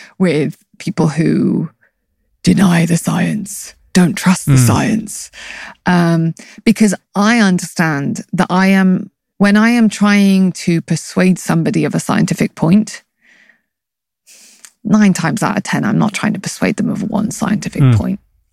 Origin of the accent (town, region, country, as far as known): United Kingdom